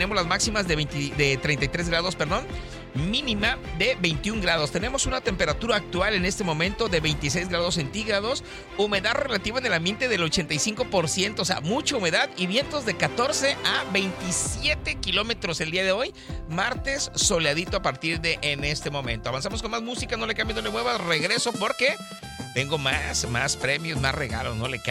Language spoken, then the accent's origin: Spanish; Nayarit, Mexico; moved away; Me hizo recordar a mi tierra Nayarit, pegajoso, bochornoso, así chicloso me sentí.